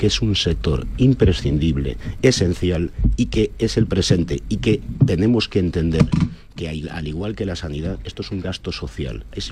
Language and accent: Spanish; Galicia, Spain; yo, que soy de Galicia